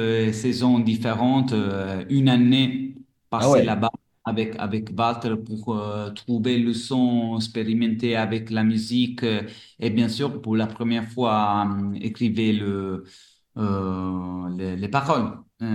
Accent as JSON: {"language": "French", "region": "Calabria", "country": "Italy", "moved": "yes", "said": "moi, je suis calabrais, je viens de l'Aspromonte, c'est vraiment Catafodio, c'est un petit village dans le sud d'Italie, dans la pointe de la Botte."}